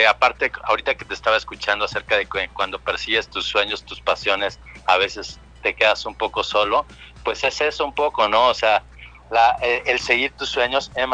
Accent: Acapulco, Guerrero, Mexico; moved away; de donde soy, de Acapulco, con los acapulqueños

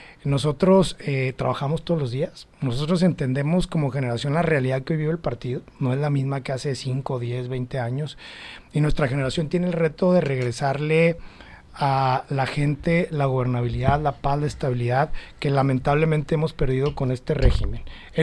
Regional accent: Chihuahua, Mexico; Quienes integramos el Comité Ejecutivo Nacional y somos de Chihuahua

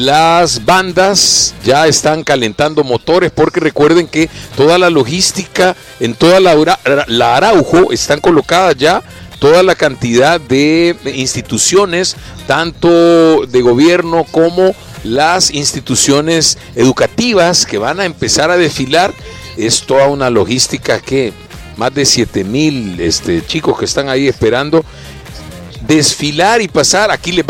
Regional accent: El Salvador; te lo voy a servir como lo servimos nosotros en mi país.

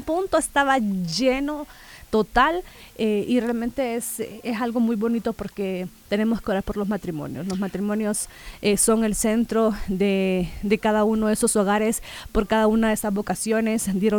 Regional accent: Juticalpa, Olancho, Honduras; moved away; Yo soy de Juticalpa Lancho

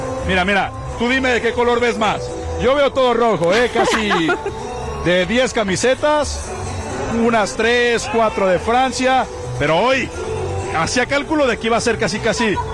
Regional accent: Mexico; ahorita les decimos que somos de México, de la televisión

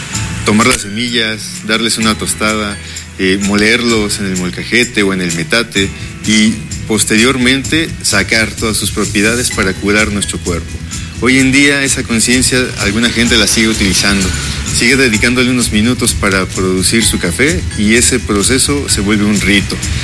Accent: San Martín de las Pirámides, State of Mexico, Mexico; soy de San Martín de las Pirámides, soy artesano de tercera generación

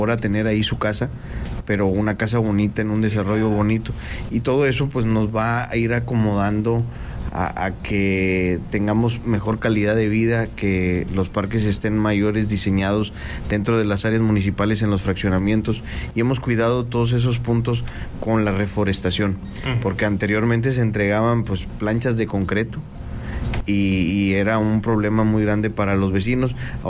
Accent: Salinas Victoria, Nuevo León, Mexico; todos los ciudadanos que somos de Salinas Victoria

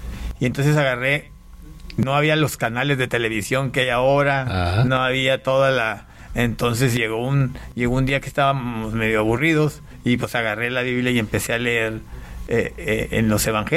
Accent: Panama; born there; Bueno, yo nací en Panamá, soy panameño de nacimiento, mexicano de nacionalidad, ya que mi papá es panameño y mi mamá es mexicana, entonces por derecho constitucional soy mexicano.

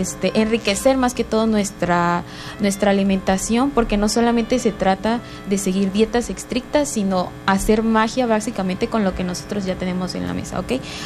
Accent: Tabasco, Mexico; nosotros, tanto como mexicanos como tabasqueños

